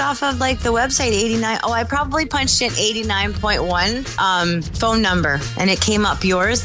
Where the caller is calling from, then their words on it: Niagara Falls, Ontario, Canada; I'm from Niagara Falls, Canada.